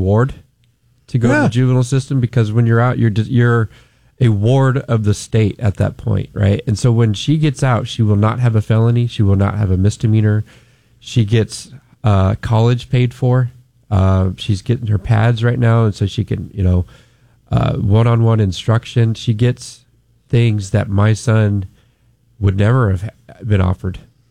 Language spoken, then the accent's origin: English; California, United States; I was born and raised here in the Central Valley. So yeah, I've got strong roots here